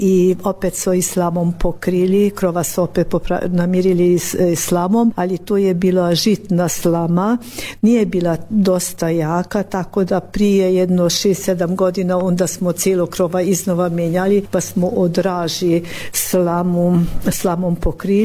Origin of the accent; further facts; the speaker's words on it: Lakócsa, Somogy, Hungary; kod nas u Lukovišću